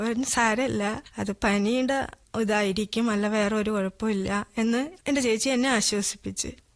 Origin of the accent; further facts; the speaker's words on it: Kerala, India; also born or lived in Attingal / Varkala; സ്വദേശമായിട്ടിങ്ങൾ വഹം ചെയ്തുകൊണ്ട് വന്നത് പെരുക്കട.